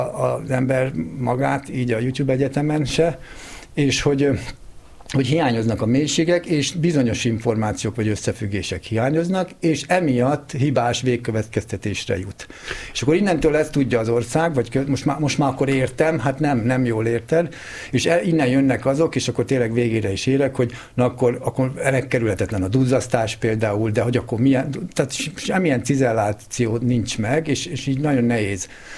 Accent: Jász-Nagykun-Szolnok, Hungary; born or raised there

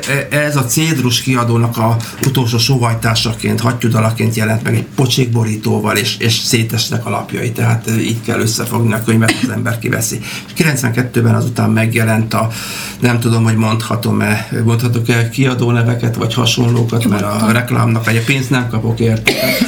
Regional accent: Hungary; szóval mentünk, Magyarországról vagyunk, egyetemről vagyunk, ismerjük

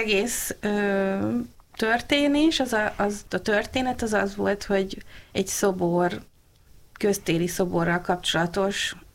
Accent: Hódmezővásárhely, Csongrád-Csanád, Hungary; moved away; én Hódmezővásárhelyi is vagyok

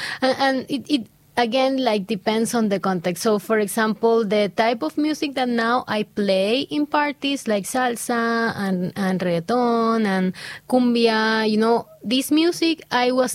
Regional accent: Ecuador; moved away as an adult; now in Budapest, Hungary; Budapest is kind of a silent in comparison with my hometown, silent city.

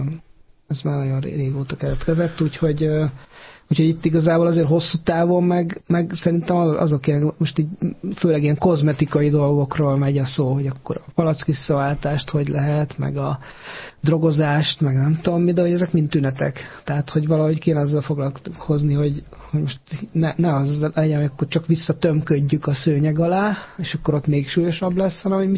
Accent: Kecskemét, Bács-Kiskun, Hungary; én szülővárosomba Kecskeméten is látom, hogy szinte ugyanaz megy, mint Budapesten.

